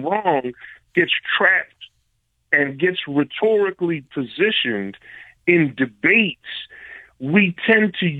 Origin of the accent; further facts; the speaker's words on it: Philadelphia, Pennsylvania, United States; I'm from Philadelphia, so I'm from a different part of the state.